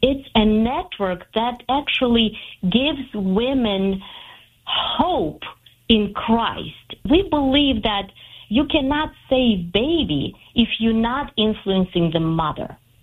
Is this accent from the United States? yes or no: no; Ukraine; English is a second language; When I went back, I realized that my home country is pretty much women doing abortion as a method of prevention pregnancy.